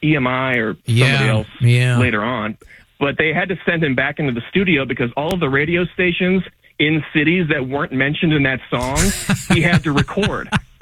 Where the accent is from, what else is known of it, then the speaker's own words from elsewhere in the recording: San Francisco, California, United States; It's like, we're from San Francisco.